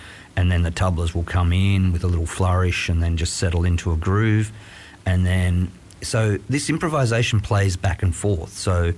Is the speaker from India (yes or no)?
no; Grenfell, New South Wales, Australia; now in Bathurst, Australia; I was born in Grenfell in the Central West and grew up on a sheep farm playing drums in the woolshed as a kid